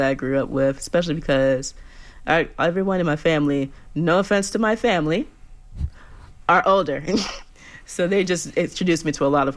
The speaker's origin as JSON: {"language": "English", "region": "Florida", "country": "United States", "tie": "born or raised there", "said": "I grew up here in Florida."}